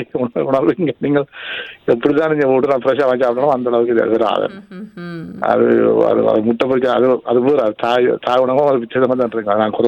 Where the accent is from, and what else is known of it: Northern Province, Sri Lanka; born there; moved away